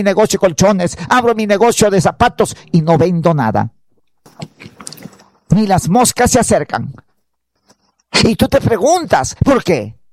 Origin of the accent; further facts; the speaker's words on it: Huancabamba, Piura, Peru; now in Tarapoto, Peru; Ya, yo no soy de acá de Tarapoto. Yo vengo de la provincia de Huancabamba, Toluce.